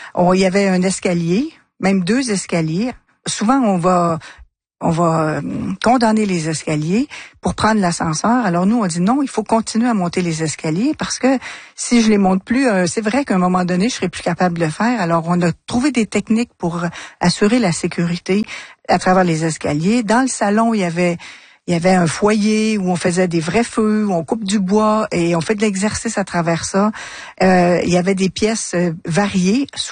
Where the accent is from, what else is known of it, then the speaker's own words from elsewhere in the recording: Trois-Rivières, Quebec, Canada; Bien, moi, je suis de Trois-Rivières et depuis l'âge de 21 ans, j'accompagne des personnes qui vivent avec la maladie d'Alzheimer ou une maladie apparentée.